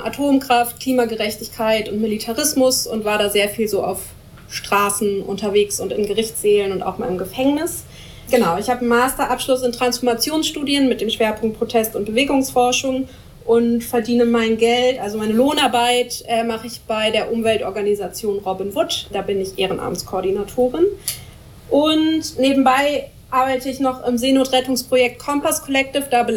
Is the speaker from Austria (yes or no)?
no; Lower Saxony, Germany; born there; Genau, ihr wisst schon, ich bin im Wendland geboren. Da ist einfach ein Umfeld, was so sehr widerständig alternativ ist.